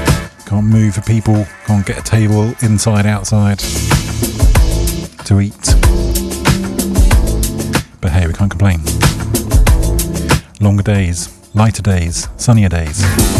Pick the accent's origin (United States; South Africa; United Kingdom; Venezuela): United Kingdom; Brighton, South East England; Spent the morning trying to raise the revolution in my hometown.